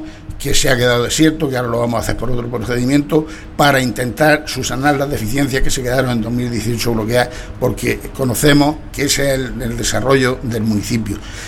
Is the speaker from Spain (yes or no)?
yes; Totana, Region of Murcia, Spain; born there; mi pueblo donde vivo, donde he nacido y donde están criándose mis nietos